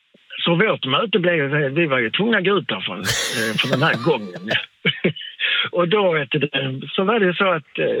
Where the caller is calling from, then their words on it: Malmö, Skåne, Sweden; vi är från Malmö